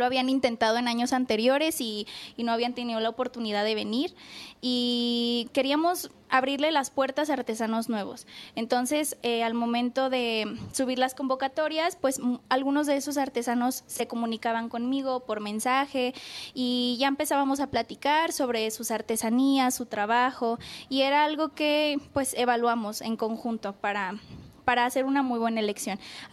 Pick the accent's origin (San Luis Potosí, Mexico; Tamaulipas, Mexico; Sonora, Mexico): San Luis Potosí, Mexico; Villa de Reyes; now in Chapingo, Mexico; Yo soy originaria de San Luis Potosí, Villa de Reyes. Es un municipio que está ahí cerca de la capital potosina. Está cerca, a una media hora de la capital. Actualmente mi familia vive en la capital